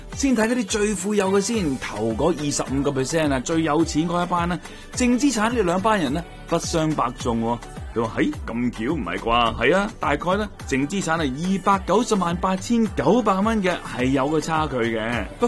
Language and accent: Cantonese; China; 不过对于我哋中国人嚟讲咧，头先嗰啲嘅比较咧，就真系唔系好啱听啦。